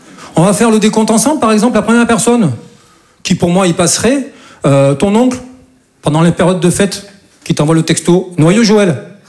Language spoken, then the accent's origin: French; south of France, France; now in Paris, France; moi, je viens du sud de la France. Et chez nous, c'est un peu plus tranquille, quoi. Et non, et voilà, je suis monté sur Paris